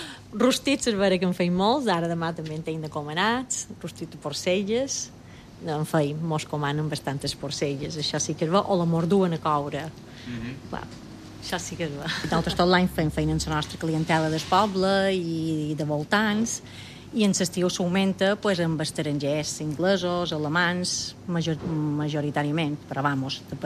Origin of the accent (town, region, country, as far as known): Calonge, Balearic Islands, Spain